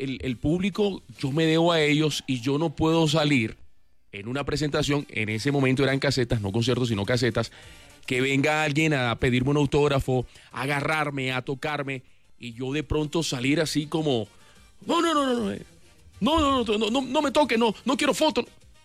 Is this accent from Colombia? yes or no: yes; Caribbean coast, Colombia; nosotros en la costa